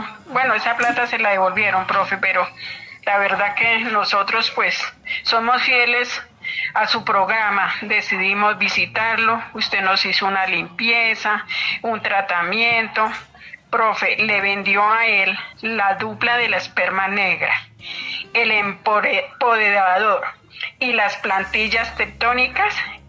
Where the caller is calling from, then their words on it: Bogotá, Bogotá D.C., Colombia; Lo estoy llamando desde Bogotá, en barrio La Sierra Morena.